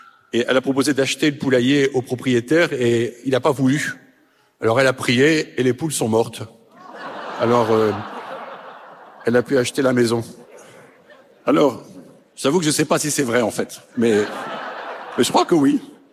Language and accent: French; Paris, Île-de-France, France; Dans les embouteillages, je suis un Parisien, donc grande joie.